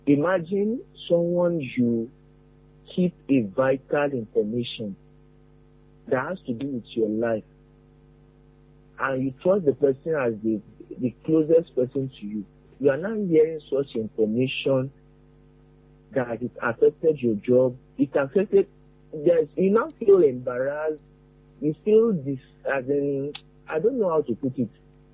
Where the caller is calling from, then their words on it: Akwata, Southwest Region, Cameroon; I'm calling from Akwata.